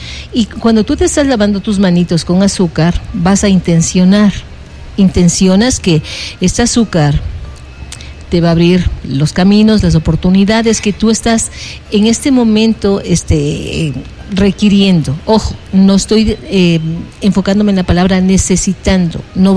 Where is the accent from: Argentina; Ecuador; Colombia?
Ecuador; Nosotros sí, nosotros vamos a celebrar. Y somos ecuatorianos.